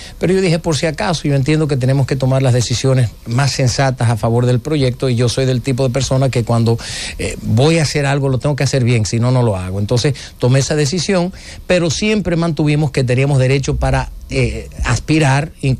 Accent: Dominican Republic; a mí me criaron como un dominicano de pura cepa y yo siempre me identifiqué más como dominicano que cualquier otra ciudadanía.

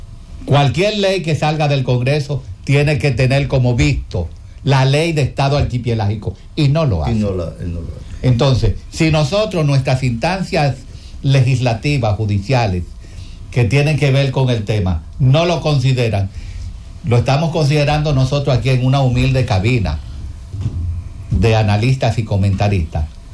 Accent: Dominican Republic

